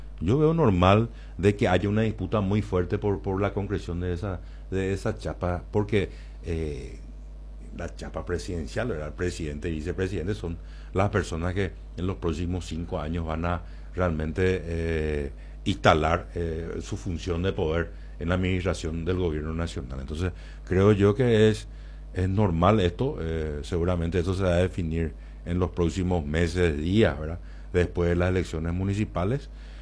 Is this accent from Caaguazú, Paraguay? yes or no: yes; Caaguazú, Paraguay